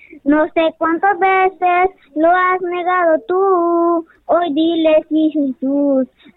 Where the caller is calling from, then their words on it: La Libertad, Comayagua, Honduras; De La Libertad, Comayagua.